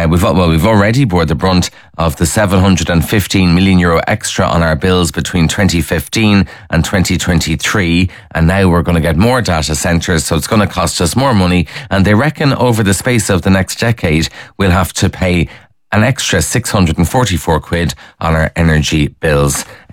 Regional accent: Ireland; we as ordinary Irish people

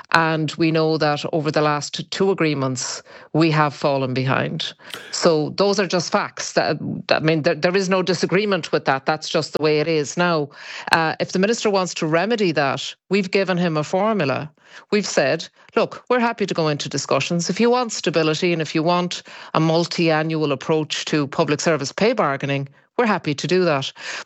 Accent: Ireland; all of us as Irish citizens and Irish people living in Ireland

